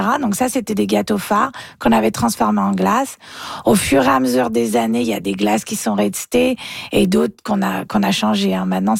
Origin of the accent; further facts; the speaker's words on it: France; moved away; C'est quand j'étais petite en France